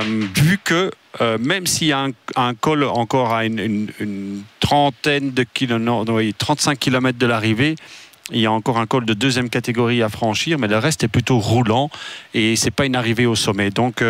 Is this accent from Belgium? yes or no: yes; Belgium; Donc on a peut-être une chance aujourd'hui en tant que Belge.